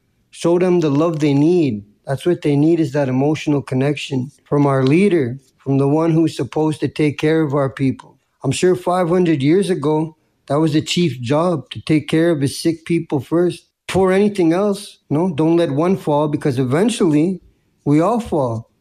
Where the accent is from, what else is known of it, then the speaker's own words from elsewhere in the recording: Saskatoon, Saskatchewan, Canada; because I'm from Saskatoon, that Saskatoon does not have a drug treatment court